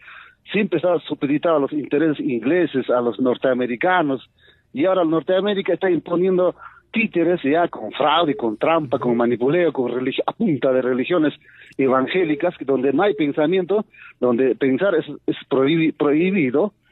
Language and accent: Spanish; Peru